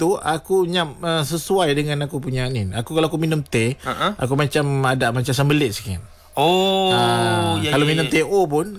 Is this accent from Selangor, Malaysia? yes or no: yes; Banting, Selangor, Malaysia; Ya, saya orang Banting. Saya orang Banting dah lama.